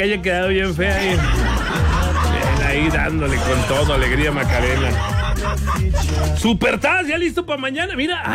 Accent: Hidalgo, Mexico; Ahí de pulque y barbacoa en mi tierra Hidalgo.

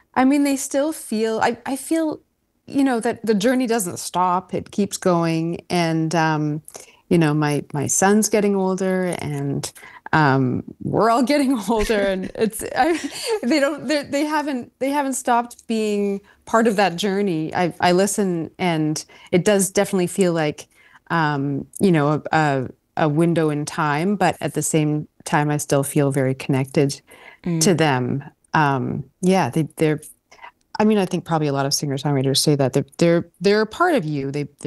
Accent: Queensland, Australia; born there; I was born in Queensland, and my parents are Australian.

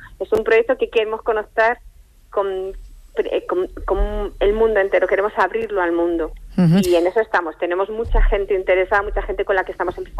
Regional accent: Madrid, Community of Madrid, Spain; born there; now in Lanzarote, Spain; De hecho, cuando me preguntan de que dónde nací, siempre digo que en Lanzarote, aunque nací en Madrid, sí, porque me siento de aquí

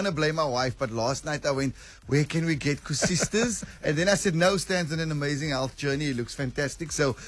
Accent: Cape Town, Western Cape, South Africa; is one of Stan Mars' good friends and a son of the Mother City. Born and bred in Retreat, stand-up comedian.

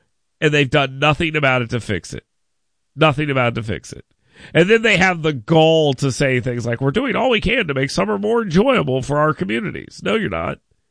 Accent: Florida, United States; now in Birmingham, United States; when I was growing up in Florida

